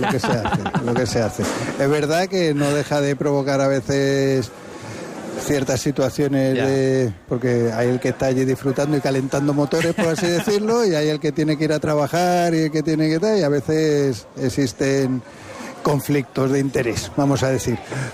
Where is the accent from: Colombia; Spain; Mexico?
Spain; Madrid, Community of Madrid; now in La Línea de la Concepción, Spain; Yo soy madrileño